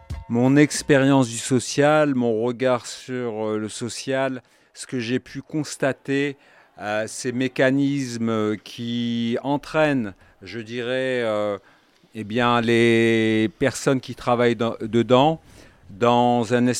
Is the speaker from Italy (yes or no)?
no; Roubaix, Hauts-de-France, France; born there; Je suis né à Roubaix